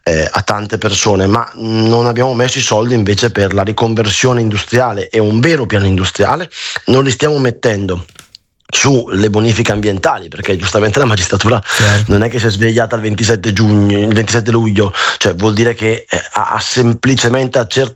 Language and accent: Italian; Brescia, Lombardy, Italy; io non sono di Taranto ma sono di Brescia